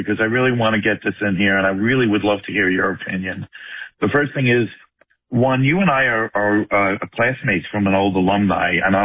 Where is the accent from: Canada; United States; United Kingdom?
United States; New York; accent: New York; I'm never going to lose my accent.